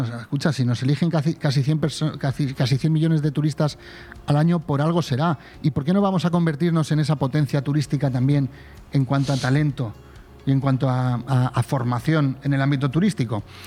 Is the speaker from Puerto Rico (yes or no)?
no; Spain; Y somos muchos más españoles viviendo...